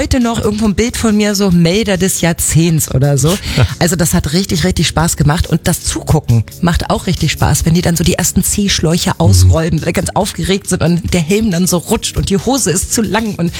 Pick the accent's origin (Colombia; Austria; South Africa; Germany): Germany; Laatzen, Lower Saxony; Feuerwehr, ne, ist generell absolut wichtig bei uns in Niedersachsen. Nicht nur, wenn es brennt. Das ist Zusammenhalt. Das ist eine Truppe, die sich immer hilft, auch im Privaten. Und damit das auch so bleibt, haben wir zahlreiche, großartige Jugendfeuerwehren. Ich war damals in Laatzen und ich habe das geliebt.